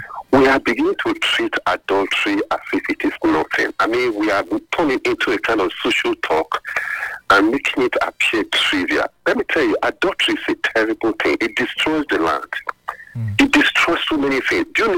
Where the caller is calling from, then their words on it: Benin City, Edo, Nigeria; right. I'm calling from Benin.